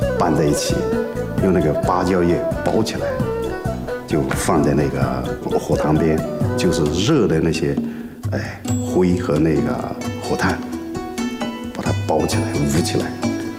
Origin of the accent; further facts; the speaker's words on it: Yunnan, China; 我就出生在这样一个小山村里面，当时有60多户人家吧，很小，现在已经有200多。